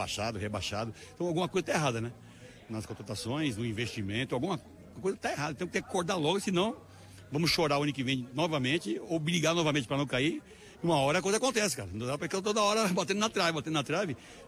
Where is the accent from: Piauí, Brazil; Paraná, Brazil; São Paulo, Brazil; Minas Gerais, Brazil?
São Paulo, Brazil; now in Rio Grande do Sul, Brazil; você citou que eu sou de São Paulo, eu estou muito tempo em São Paulo militando lá.